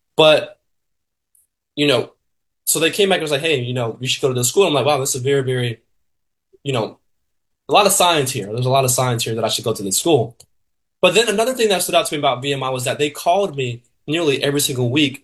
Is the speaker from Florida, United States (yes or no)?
yes; Tampa, Florida, United States; So originally I'm from Tampa, Florida. And Tampa, Florida, as you know, is nothing like where I'm about to say I went.